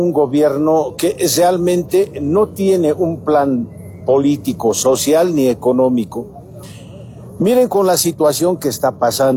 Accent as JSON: {"language": "Spanish", "country": "Bolivia", "said": "Los bolivianos podemos resolver nuestros problemas internamente"}